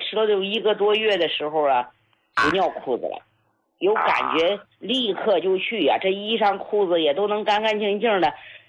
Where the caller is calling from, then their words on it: Shandong, China; 我是山东人，今年68了。